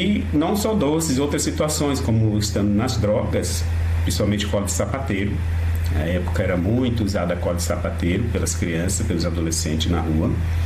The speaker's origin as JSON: {"language": "Portuguese", "region": "São Paulo", "country": "Brazil", "said": "Eu sou de São Paulo, tem hora que eu falo sinal ou semáforo, né?"}